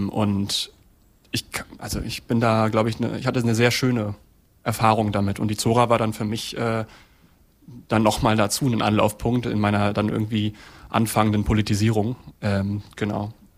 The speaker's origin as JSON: {"language": "German", "region": "East Germany", "country": "Germany", "said": "das erste Mal gemerkt, dass ich Ossi bin, als ich im Westen war."}